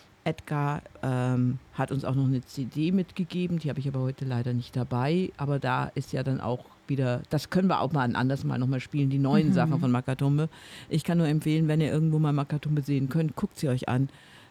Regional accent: Southern Germany, Germany; moved away; ich komme ja ganz aus dem Süden.

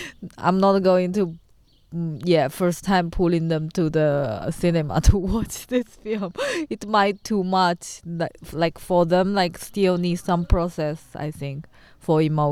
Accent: China; because I come from China and I see so empty street.

